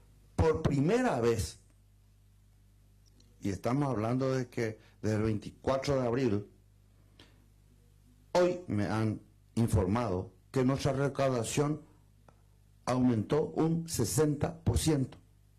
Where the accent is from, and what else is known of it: Paraguay